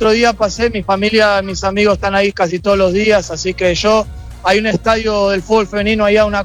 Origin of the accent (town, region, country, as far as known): Buenos Aires, Argentina; moved away